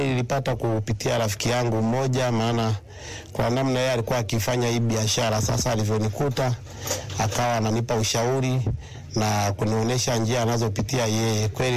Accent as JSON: {"language": "Swahili", "town": "Bunda", "region": "Mara", "country": "Tanzania", "tie": "born or raised there", "moved": "yes", "lives_now": "Mwanza, Tanzania", "said": "Mara nyingi ninapatikana Mwanza, japo asilimia kubwa nimekulia hapa Bunda."}